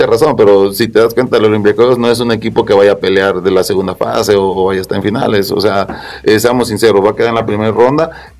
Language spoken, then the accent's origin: Spanish; Mexico